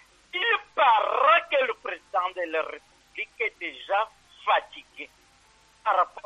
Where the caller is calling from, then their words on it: Cameroon; Je suis Camerounais